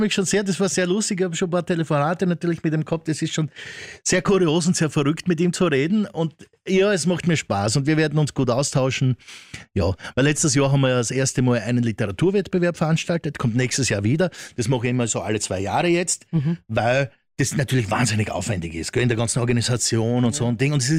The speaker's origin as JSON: {"language": "German", "region": "Burgenland", "country": "Austria", "tie": "born or raised there", "said": "Als Kind war ich schon Burgenländer."}